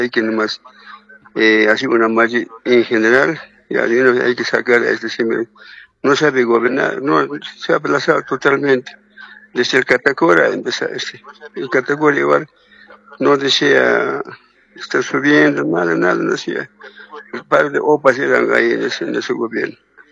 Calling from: Bolivia

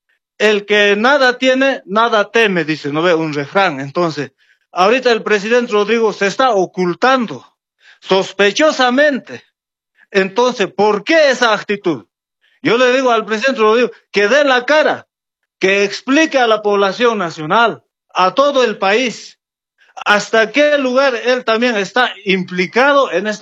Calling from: Potosí, Bolivia; desde el sudoeste potosino.

